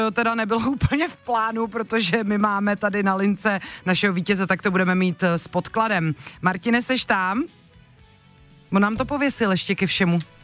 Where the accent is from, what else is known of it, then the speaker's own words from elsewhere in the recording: South Bohemian Region, Czechia; je z jižních Čech, dokonce říkal, že se známe někdy ze Slavonic, protože tuším, že z mého rodného městečka, kam jsem chodila na základní školu